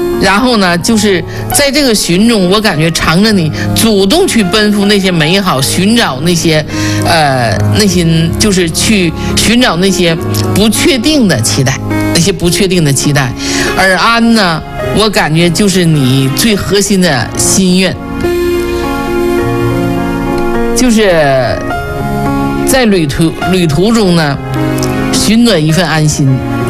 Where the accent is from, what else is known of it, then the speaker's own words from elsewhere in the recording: Northeast China, China; 这个膈应应该是我们东北人的哈